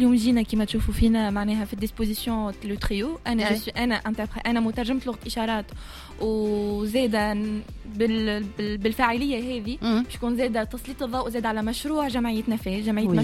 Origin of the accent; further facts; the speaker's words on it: Medenine, Tunisia; وانا نعيش في مدنين، اصلي من مدنين، ولا جيت اليوم من الجنوب